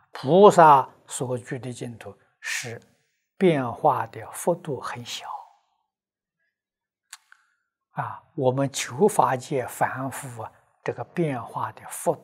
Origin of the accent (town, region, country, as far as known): China